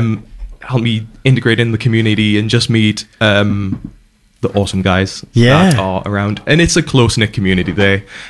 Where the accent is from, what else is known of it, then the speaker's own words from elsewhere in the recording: Newcastle upon Tyne, North East England, United Kingdom; accent: Geordie; moved away as an adult; now in New Zealand; I grew up in Newcastle.